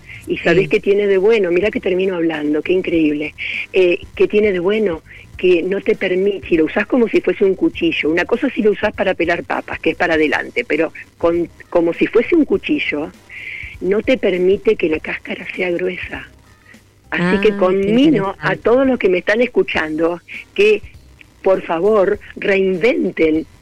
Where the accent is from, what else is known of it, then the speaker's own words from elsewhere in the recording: Argentina; ¿qué somos los argentinos?